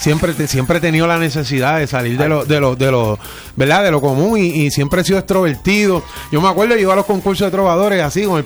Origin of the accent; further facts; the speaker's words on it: Villalba, Puerto Rico; Yo digo fielmente que soy de Villalba. Óyeme bien, Villalba, Puerto Rico. No toco hace 25 años en Villalba, pero soy de Villalba, Puerto Rico.